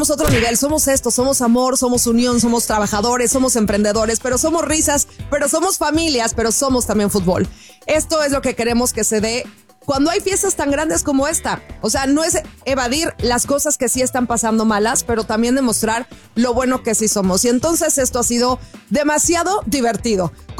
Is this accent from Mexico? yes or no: yes; Mexico; La verdad es que así es el ambiente de México, así somos los latinos, somos fiestas, somos unión, somos risas.